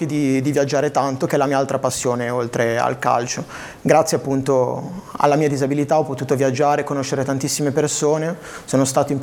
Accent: Lodi, Lombardy, Italy; perché sono di Lodi

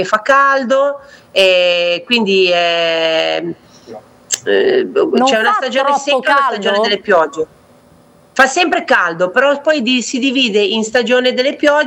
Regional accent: Pietra Ligure, Liguria, Italy; now in Jakarta, Indonesia; il cambiamento principale è che noi nati sul mare, perché noi siamo di Pietra Ligure, quindi 5 minuti era al mare, e a Giacarta, essendo una megalopoli, noi siamo nel sud e il mare è al nord.

